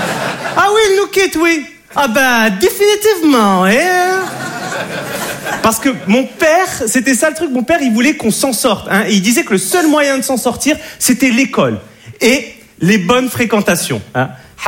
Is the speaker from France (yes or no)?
no; Monte Carlo, Monaco; je suis de Monaco, Monte Carlo. Voilà, le rocher, le prince, les princesses, hein, le Grand Prix de Monaco, les Arabes. Non, je suis l'Arabe de Monaco.